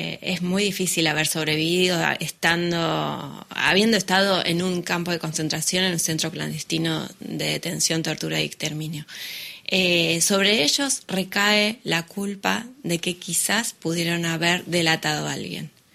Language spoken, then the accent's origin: Spanish; Argentina